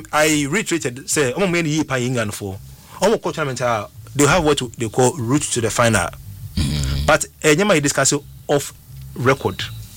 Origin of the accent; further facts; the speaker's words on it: Yemen; English is a second language; Then because I'm from Yemen, you know, my AF in time for him, the Moka.